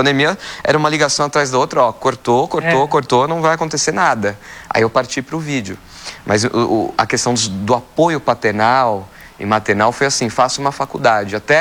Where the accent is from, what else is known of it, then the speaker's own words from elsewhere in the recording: São Paulo, Brazil; Eu sou do Campo Limpo, Santo Amaro.